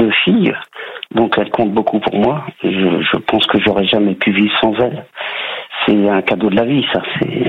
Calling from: Laval, Pays de la Loire, France; Moi j'habite en Mayenne, à Laval.

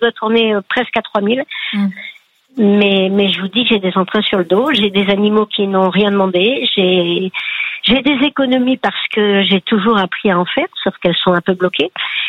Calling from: Île-de-France, France; je vous appelle de grande banlieue parisienne.

